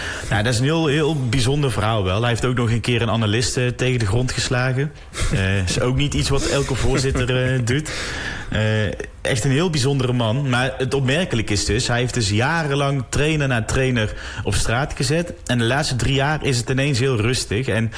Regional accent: Netherlands; ons als Nederlanders

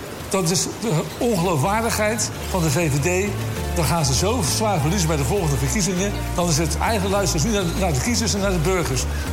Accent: Rotterdam, South Holland, Netherlands; Nee, ik ben Rotterdammer.

